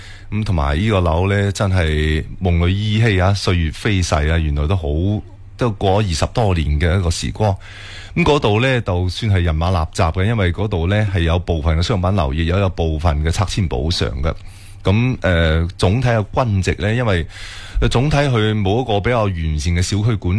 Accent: Guangdong, China; 我哋广东人

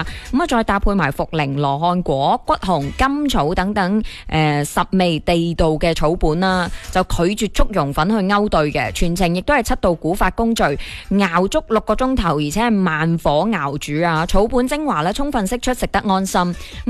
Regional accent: Guangdong, China; 我哋广东人咧都好识得养生嘅

